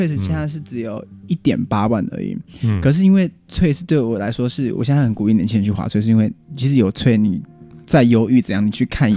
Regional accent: Taiwan; 我是来自台湾的原住民，我是阿美族籍泰雅族的混血。

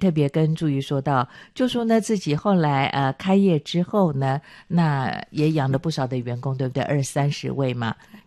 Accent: Chiayi, Taiwan; 因为我是嘉义人，我住民雄哦，所以特别有地缘的关系。

